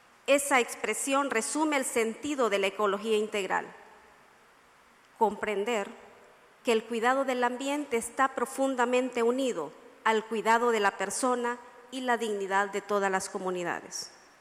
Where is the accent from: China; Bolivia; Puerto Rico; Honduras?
Honduras